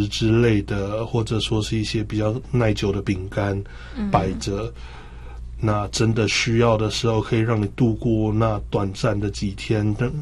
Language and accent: Chinese; Taiwan; 我们台湾人常常会隔壁就便利商店啊，